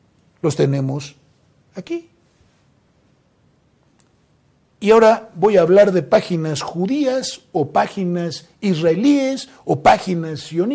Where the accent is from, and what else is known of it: Mexico